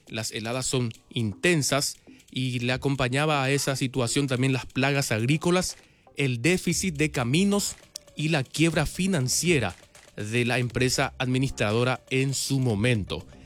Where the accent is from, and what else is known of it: Paraguay